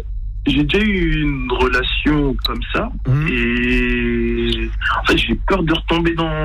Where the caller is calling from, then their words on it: Haiti; moi, je suis haïtien.